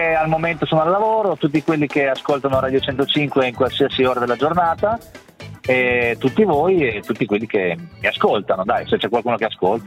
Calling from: Forlì, Emilia-Romagna, Italy; Mi chiamo da Forlì.

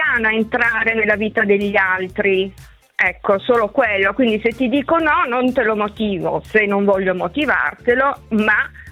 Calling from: Turin, Piedmont, Italy; Da Torino

